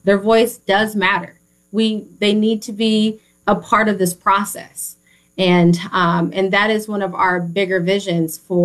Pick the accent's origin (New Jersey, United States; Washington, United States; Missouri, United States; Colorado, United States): Washington, United States; Tacoma; I remember the first time I skipped school, I was coming down from Tacoma, from Mount Tahoma High School, to Seattle, didn't tell my parents.